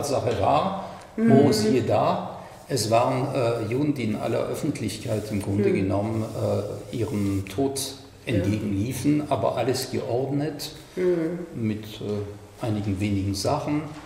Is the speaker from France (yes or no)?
yes; France; moved away; ich komme aus Frankreich